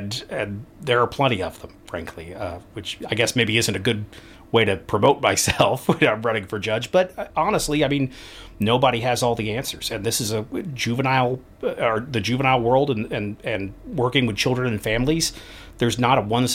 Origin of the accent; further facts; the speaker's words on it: Columbia, Missouri, United States; I grew up here in Columbia.